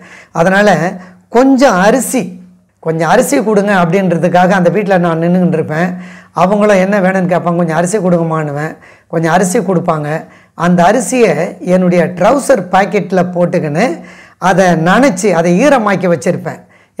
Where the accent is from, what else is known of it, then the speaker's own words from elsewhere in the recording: Nedungundram, Tamil Nadu, India; also born or lived in Perumbakkam; அந்த பெரும்பாக்கத்திலிருந்து என்னுடைய முழு குடும்பமும் என்னையும் கூட்டிக்கின்னு என்னுடைய சொந்த ஊருக்கு, அதாவது நெடுங்குன்றம், வண்டலூர் ஜூவுக்கு பக்கத்தில் நெடுங்குன்றம் என்ற கிராமம் தான் என்னுடைய சொந்த ஊர்.